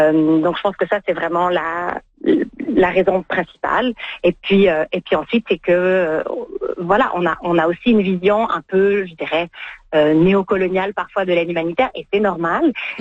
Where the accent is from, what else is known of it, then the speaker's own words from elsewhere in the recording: Canada; des sinistres près de chez nous au Canada